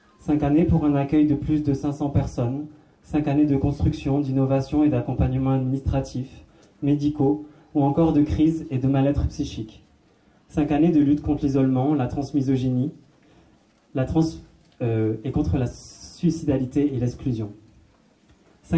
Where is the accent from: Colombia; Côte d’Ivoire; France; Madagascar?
France; Toulouse, Occitanie; comme on vient de Toulouse